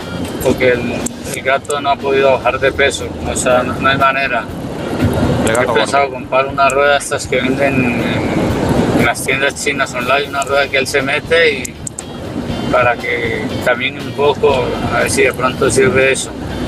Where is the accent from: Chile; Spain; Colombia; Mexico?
Spain; Barcelona, Catalonia